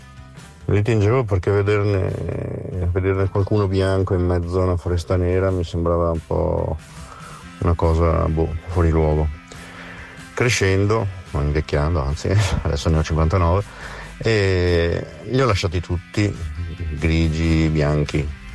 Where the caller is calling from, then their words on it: Prato, Tuscany, Italy; da Prato.